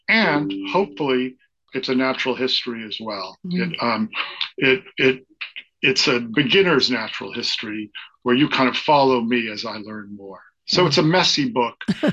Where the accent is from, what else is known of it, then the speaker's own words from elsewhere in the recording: Worcester, Massachusetts, United States; also born or lived in Boulder, Colorado; moved back to my real hometown of Worcester and found out I had testicular cancer when I was 30.